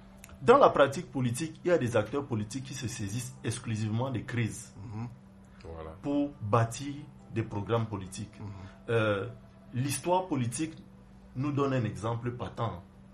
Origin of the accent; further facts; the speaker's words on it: Kribi, South, Cameroon; Quand j'étais petit, je me souviens, chez moi à Kribi, je grandissais entouré aussi de jeunes enfants comme moi. Il y avait des musulmans, des familles qui revenaient du nord. Il y avait des bamilékés, entre guillemets, aussi.